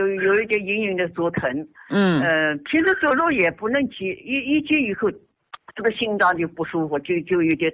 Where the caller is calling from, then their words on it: Wuhu, Anhui, China; 我是芜湖的